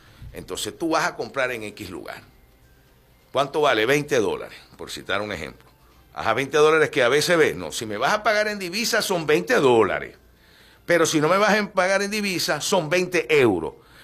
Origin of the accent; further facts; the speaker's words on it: Venezuela; como venezolanos nos preguntamos, ¿dónde está el dinero?